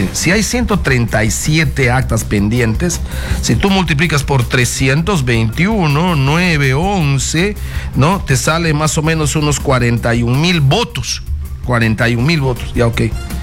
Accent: Loreto, Peru; Loreto, mi tierra.

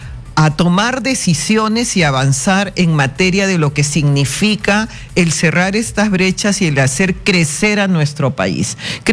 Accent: Ica, Peru; quienes somos de provincias, yo soy de Ica

